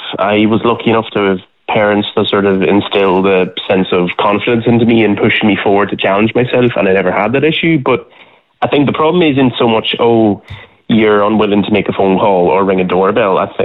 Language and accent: English; Ireland; Because I grew up in Southern Ireland as a Protestant